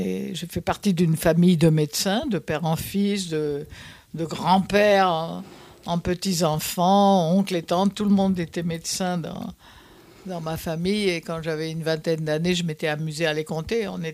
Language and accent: French; Nice, Provence-Alpes-Côte d'Azur, France; born there; moved away as an adult; also born or lived in Pont-Sainte-Maxence, Oise / Corsica (ancestry); now in Paris, France; Non, je suis d'origine corse. Je suis née dans l'Oise, à Pont-Sainte-Maxence dans l'Oise, où j'ai vécu ma petite enfance jusqu'à l'âge de 8 ans. De 8 ans à 23 ans, j'ai habité Nice, au bord de la mer.